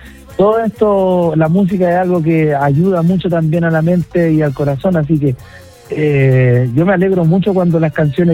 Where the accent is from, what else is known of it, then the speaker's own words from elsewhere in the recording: Limache, Valparaíso, Chile; Limache, mi tierra, que me vio crecer también.